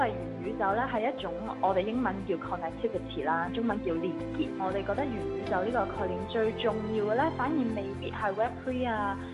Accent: Hong Kong; 我是一个香港土生土长的创业者，读书的时候在外国多些

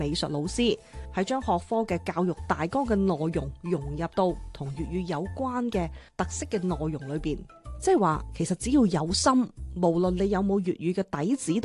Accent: Foshan, Guangdong, China; 佛山这一座城市，我们是岭南文化的重要发源地之一

